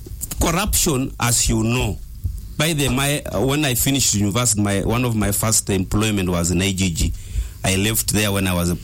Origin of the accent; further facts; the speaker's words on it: Uganda; all of us Ugandans